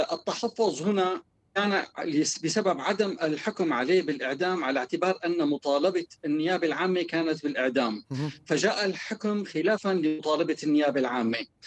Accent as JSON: {"language": "Arabic", "country": "Syria", "said": "جميعنا كسوريين"}